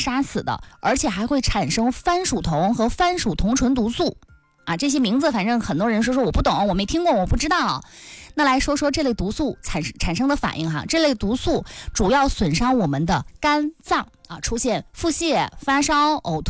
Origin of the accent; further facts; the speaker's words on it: Northeast China, China; 我们东北人都爱吃点这种干货类的